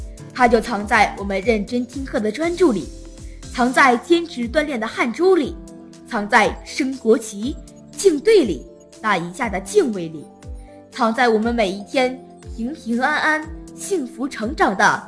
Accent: Longjiang, Heilongjiang, China; 我们是土生土长的龙江少年，长在这片辽阔的黑土地上

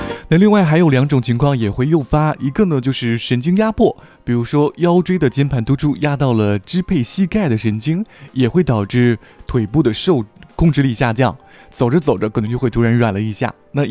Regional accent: Northeast China, China; 我们东北人胃口好，像铁锅炖呀、烧烤啊，一顿接着一顿的

